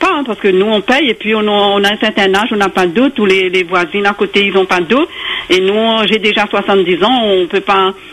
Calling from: Saint-Pierre, Réunion; Je vous téléphone de Terre-Sainte.

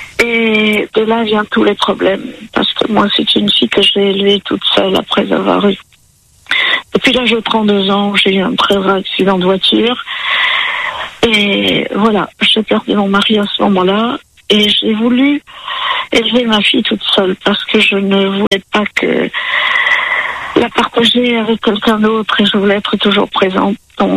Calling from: Paris, Île-de-France, France; Voilà, donc moi j'habite à Paris.

